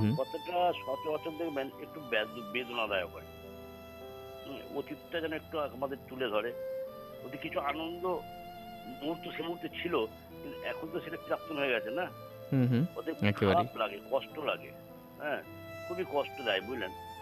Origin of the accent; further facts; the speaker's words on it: Purba Bardhaman, West Bengal, India; নমস্কার, আমি ওয়েস্ট বেঙ্গল পূর্ব বর্ধমান থেকে